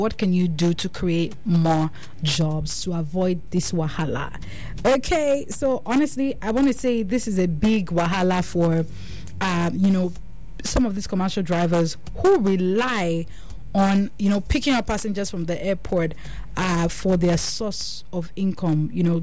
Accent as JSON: {"language": "English", "country": "Nigeria", "said": "As a Nigerian"}